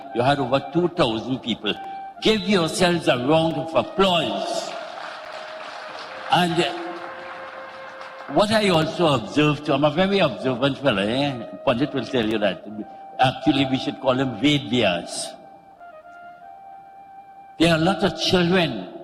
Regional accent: Arima, Trinidad & Tobago; I come quite from Arima.

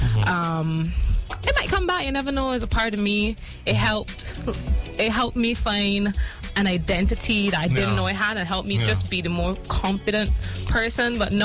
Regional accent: Saint Michael, Barbados; I'm from St. Michael, but all of Barbados is one Barbados.

